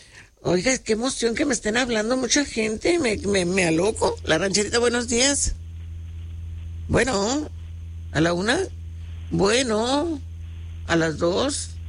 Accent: Mexico; Yo soy mexicano.

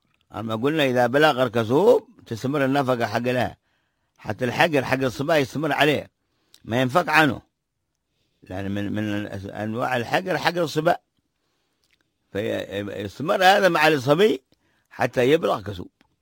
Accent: Hadramawt, Yemen; إذا كان من هؤلاء الأصناف الموجودين عندنا في حضرموت الفقراء والمساكين والغارمين وأبناء السبيل.

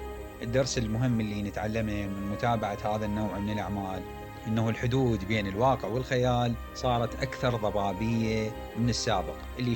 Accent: Iraq; نشعر إحنا كعراقيين

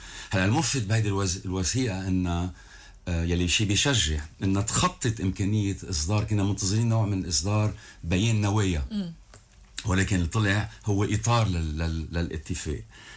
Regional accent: Lebanon

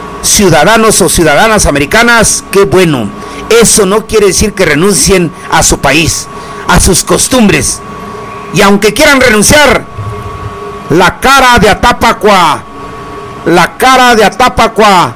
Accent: Michoacán, Mexico; Imagínense a mí renunciando a la calle Galeana, renunciando a mi Cheranqueri, renunciando a mi Michoacán, renunciando a mi México lindo y querido.

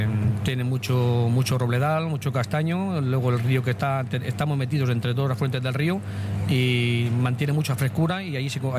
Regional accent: San Martín de Trevejo, Extremadura, Spain; pues mi pueblo es un pueblo encantador.

